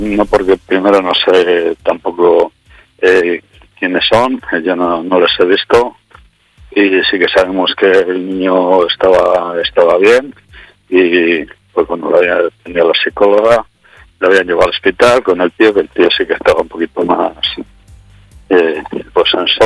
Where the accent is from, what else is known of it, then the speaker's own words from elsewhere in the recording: Venta de Baños, Castile and León, Spain; yo soy de Venta de Baños, no lo conocía como zona de baño